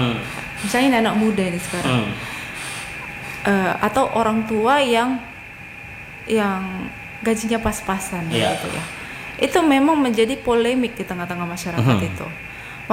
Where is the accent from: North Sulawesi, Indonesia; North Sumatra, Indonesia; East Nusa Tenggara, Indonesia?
North Sumatra, Indonesia; Sibolga; kita orang Sibulga